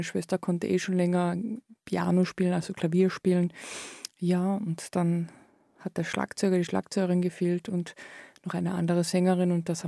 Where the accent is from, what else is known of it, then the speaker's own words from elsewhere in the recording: Köttmannsdorf, Carinthia, Austria; moved away as an adult; Also ich bin in Köttmersdorf aufgewachsen